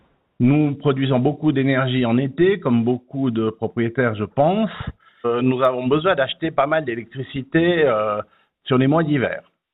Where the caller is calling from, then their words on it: Saint-Gingolph, Valais, Switzerland; j'habite à Saint-Gingolph, Suisse.